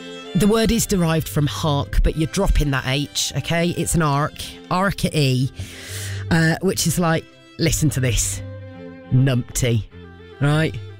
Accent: South West England, United Kingdom; I'm not from Essex. Raised in the West Country, me.

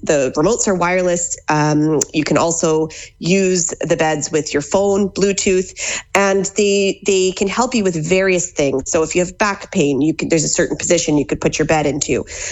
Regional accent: Canada; moved away as an adult; now in Ballina, Ireland; I'm from Canada.

